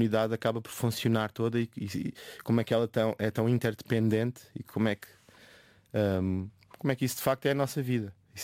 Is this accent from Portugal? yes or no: yes; Lisbon, Portugal; Sim, eu cresci em Lisboa, mas não cresci mesmo no centro de Lisboa.